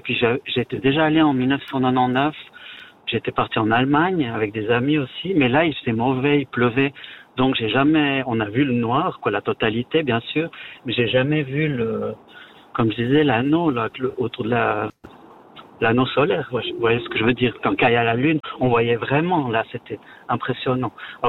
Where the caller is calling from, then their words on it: Valais, Switzerland; je suis valaisan, encore.